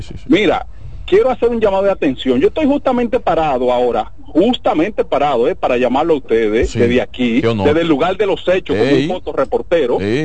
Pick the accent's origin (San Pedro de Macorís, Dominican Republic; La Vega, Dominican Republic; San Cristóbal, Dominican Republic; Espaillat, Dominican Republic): Espaillat, Dominican Republic; Moca; now in Cotuí, Dominican Republic; Soy de Moca, pero estoy en Cotuí ahora mismo.